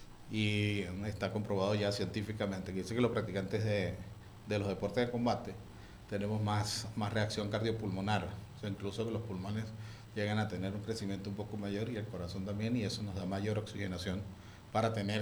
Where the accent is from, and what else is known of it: Venezuelan Andes, Venezuela; now in Mérida, Venezuela